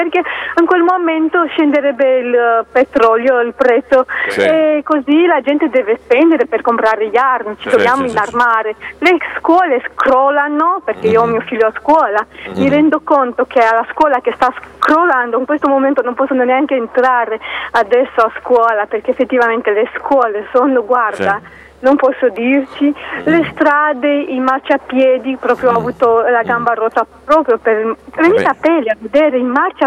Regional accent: Romania; Italian is a second language; No, assolutamente, io sono dalla Romania e vi posso dire che Romania è il paese più ricco dall'Unione Europea

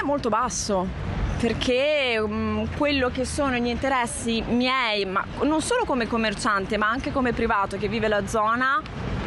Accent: Genoa, Liguria, Italy; io sono nata e cresciuta a Genova. Ho fatto tutta la mia gioventù nei vicoli, Piazza delle Erbe.

